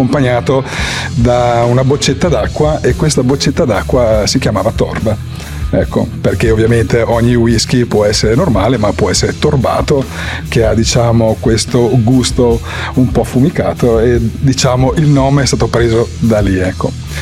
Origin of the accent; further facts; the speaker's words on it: Rovereto, Trentino-Alto Adige, Italy; noi siamo di Rovereto, che è una città provincia di Trento.